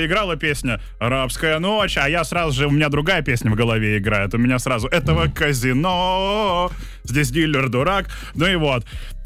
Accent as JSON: {"language": "Russian", "region": "Saint Petersburg", "country": "Russia", "said": "я из Питера"}